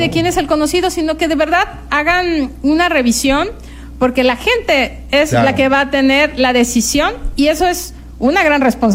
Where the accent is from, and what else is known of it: Guerrero, Mexico